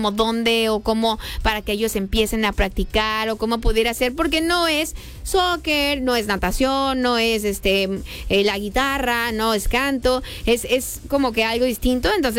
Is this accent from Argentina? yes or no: no; Mexico; Porque pues somos mexicanos